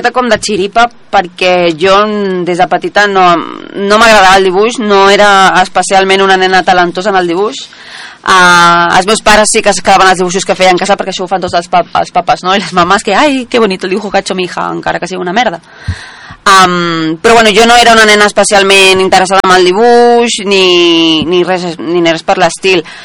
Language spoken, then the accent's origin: Catalan; Catalonia, Spain; Soc catalana